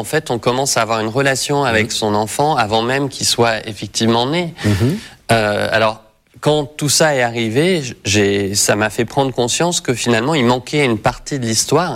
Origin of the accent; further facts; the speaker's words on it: Grand Est, France; j'ai grandi, j'ai eu une enfance très heureuse dans un petit village à côté de Reims.